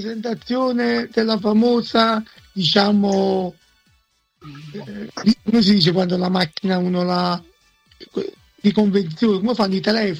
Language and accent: Italian; Portici, Campania, Italy; born there; un tavolo tondo che avevo quando ero piccolo, che abitavamo a Portici.